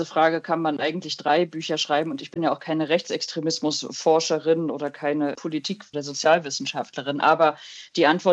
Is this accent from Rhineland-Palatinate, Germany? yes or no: no; Rostock, Mecklenburg-Vorpommern, Germany; moved away; Genau, ich bin aus Rostock ursprünglich und jeder, der schon mal in Rostock war, weiß, dass man in Rostock anders spricht als im Erzgebirge, sag ich mal.